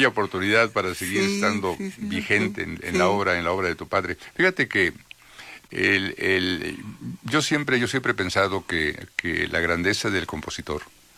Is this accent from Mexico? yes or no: yes; Mexico; Con un gran sabor de pertenencia, ¿no? Como